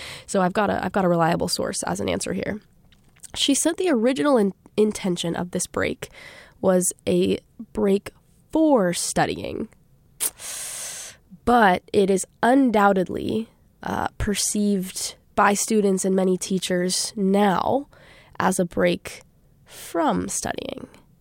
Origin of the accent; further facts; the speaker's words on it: Durango, Colorado, United States; moved away as an adult; now in Ann Arbor, United States; So I live in a beautiful place called Durango, Colorado